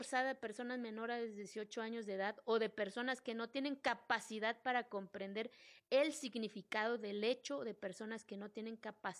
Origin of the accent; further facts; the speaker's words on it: Mexico; Spanish is a second language; caminamos más de 12 horas en mi pueblo, pues no había luz, no había carretera.